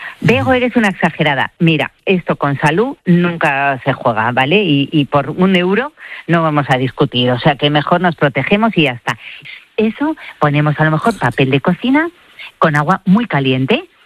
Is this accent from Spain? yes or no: yes; Spain